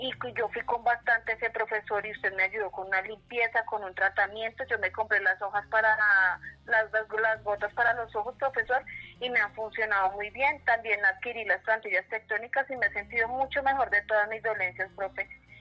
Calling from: Zipaquirá, Cundinamarca, Colombia; le llamo desde Zipaquirá, Cundinamarca, paciente suya de Zipa.

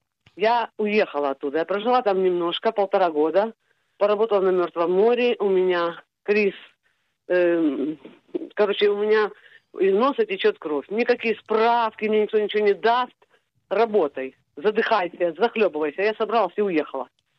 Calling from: Jerusalem, Jerusalem District, Israel; Я из Иерусалима.

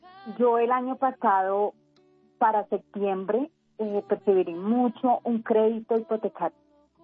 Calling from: Bogotá, Colombia; porque yo soy de Bogotá y ya he llevado mucho tiempo aquí en Bogotá

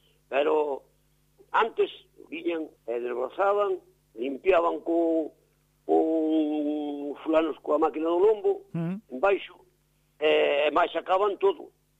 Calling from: Mourente, Galicia, Spain; En Rúa dos Pradiños, aquí Mourente.

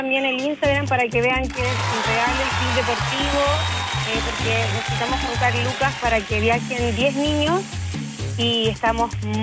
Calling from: Santiago, Santiago Metropolitan Region, Chile; De Renca.

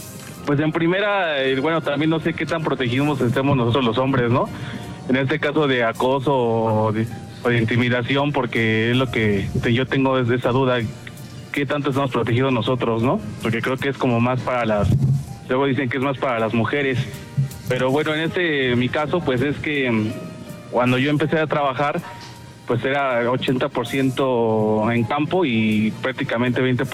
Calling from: Mexico City, Mexico; Acá de Ciudad de México.

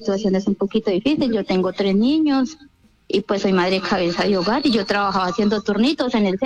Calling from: Pereira, Risaralda, Colombia; De acá del Guayabal.

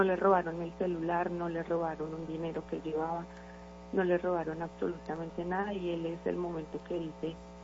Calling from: Bogotá, Colombia

